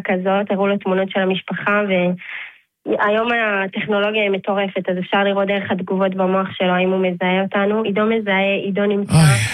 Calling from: Mevaseret Zion, Jerusalem District, Israel; אנחנו במקום עם מבשרת ציון.

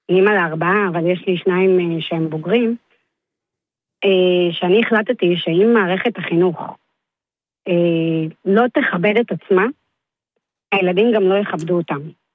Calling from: Holon, Tel Aviv District, Israel

